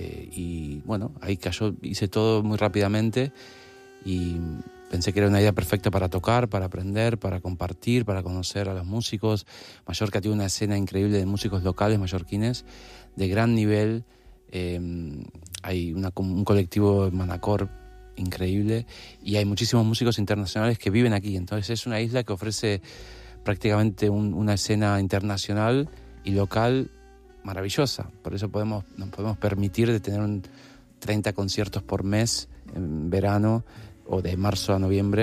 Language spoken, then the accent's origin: Spanish; Argentina